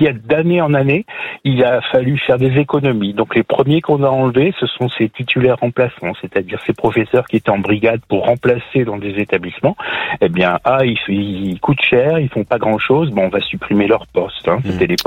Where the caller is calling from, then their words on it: Lille, Hauts-de-France, France; je suis à Lille